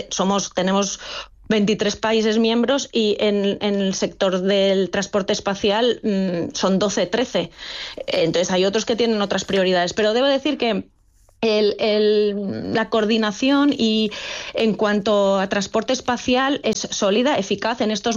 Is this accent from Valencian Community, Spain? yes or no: yes; Valencian Community, Spain; yo soy valenciana